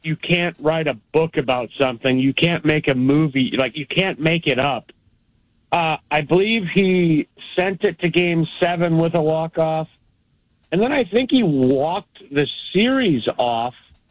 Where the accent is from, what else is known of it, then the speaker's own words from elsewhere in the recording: Wisconsin, United States; and I'm from Wisconsin, man. I hate the Cardinals.